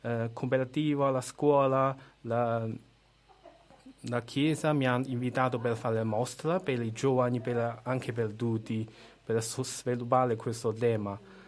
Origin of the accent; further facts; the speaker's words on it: China; Italian is a second language; now in Italy; Io faccio questo arte in Italia perché io sono cinese.